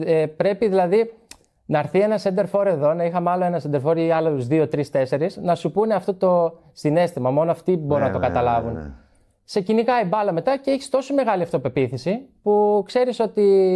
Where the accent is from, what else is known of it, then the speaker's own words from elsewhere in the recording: Trikala Imathias, Central Macedonia, Greece; Τρίκαλε Μαθίας.